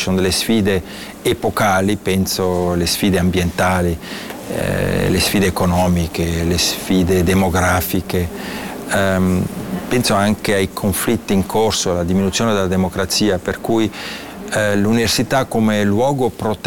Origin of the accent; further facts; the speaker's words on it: Ticino, Switzerland; moved away as an adult; Io vengo dal Ticino, sono cresciuto in Ticino